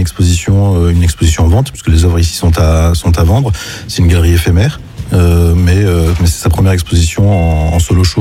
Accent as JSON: {"language": "French", "town": "Montpellier", "region": "Occitanie", "country": "France", "tie": "born there", "said": "c'est la première fois qu'il vient à Montpellier, qui est ma ville natale."}